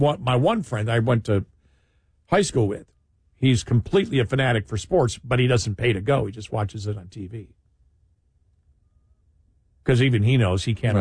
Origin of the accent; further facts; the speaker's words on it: Buffalo, New York, United States; I used to go to NBA games when I was a kid, when I grew up in Buffalo, with the Buffalo Braves.